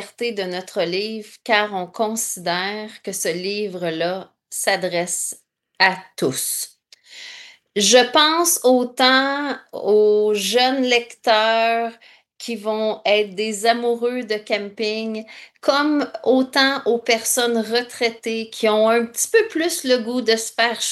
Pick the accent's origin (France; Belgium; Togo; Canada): Canada; Quebec; born there; Je suis gaspésienne de naissance et toute ma famille est de la Gaspésie.